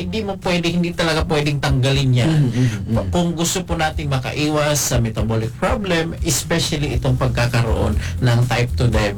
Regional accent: Mindanao, Philippines; moved away; Doon sa amin sa Mindanao

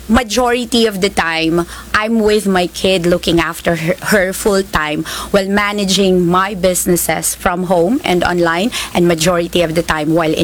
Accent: Tacloban, Eastern Visayas, Philippines; moved away as an adult; also born or lived in Cebu; now in Australia; I'm from Tacloban.

